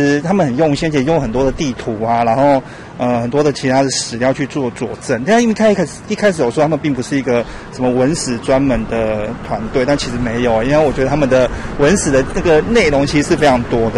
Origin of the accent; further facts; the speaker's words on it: Xinzhuang, New Taipei, Taiwan; 我是住南新庄。对，我是土生土长新庄的。